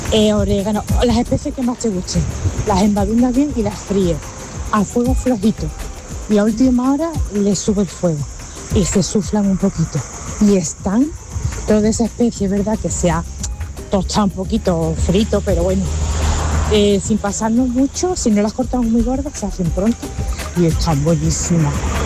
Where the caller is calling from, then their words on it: Seville, Andalusia, Spain; de Sevilla.